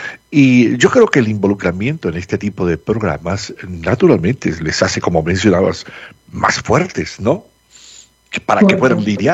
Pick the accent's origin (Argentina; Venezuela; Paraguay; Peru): Venezuela; now in Colorado, United States; allá en mi país, en Venezuela, nos referimos a las niñas como hembras, ¿no?